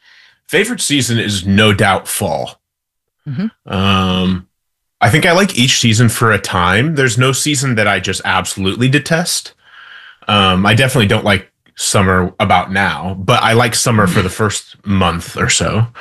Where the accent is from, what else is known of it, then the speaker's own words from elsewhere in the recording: Midwest, United States; I know you've got a lot of Midwest listeners, and I'm from the Midwest.